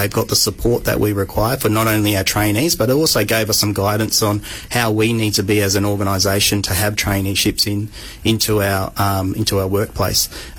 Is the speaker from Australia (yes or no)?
yes; Shark Bay, Western Australia, Australia; I started as a chef back in my hometown in Shark Bay